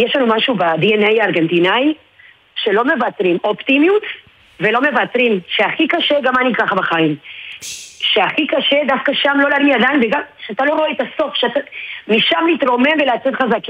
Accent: Argentina; מותר לי להגיד כארגנטינאית

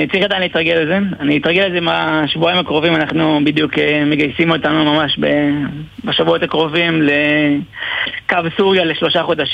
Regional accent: Lod, Central District, Israel; גדלתי בלוד.

